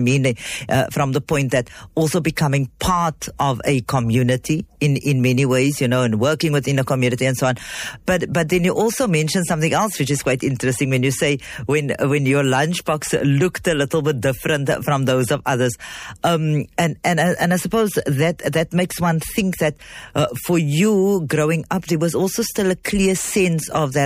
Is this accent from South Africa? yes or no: yes; Gauteng, South Africa; growing up in Gauteng for the most part